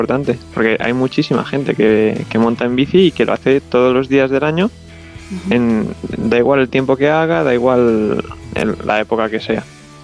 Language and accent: Spanish; Soto del Real, Community of Madrid, Spain; Se llama La Estrella, está en Soto del Real, en mi pueblo.